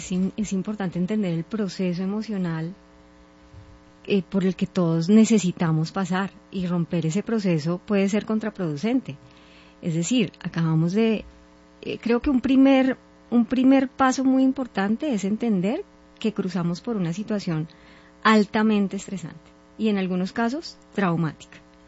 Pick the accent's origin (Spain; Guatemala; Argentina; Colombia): Colombia; nosotros como colombianos todos pasamos por el terremoto